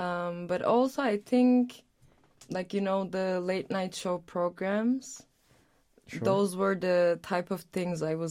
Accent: Aegean Region, Turkey; moved away; I'm from Turkey and my hometown is right across Greece on the Aegean coast

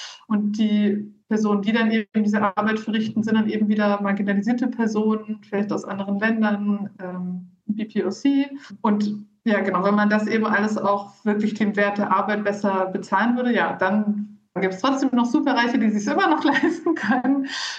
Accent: Bavaria, Germany; now in Leipzig, Germany; ich bin ja in Bayern aufgewachsen und jetzt wohne ich aber schon lange in Leipzig, also in Ostdeutschland.

